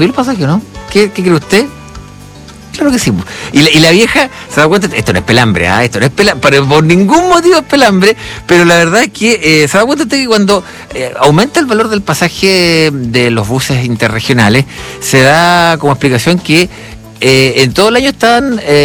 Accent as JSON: {"language": "Spanish", "country": "Chile", "said": "Somos chilenos"}